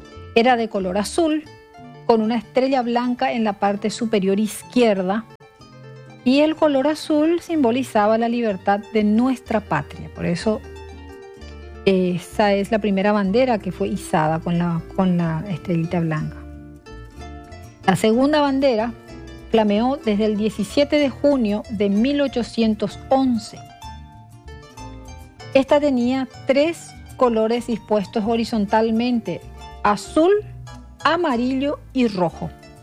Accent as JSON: {"language": "Spanish", "country": "Paraguay", "said": "como cada paraguayo sabemos"}